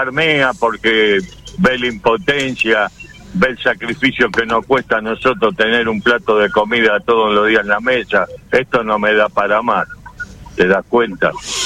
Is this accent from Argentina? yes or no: yes; Buenos Aires, Argentina; born there; nací en La Boca, barrio más humilde que ese, en un conventillo.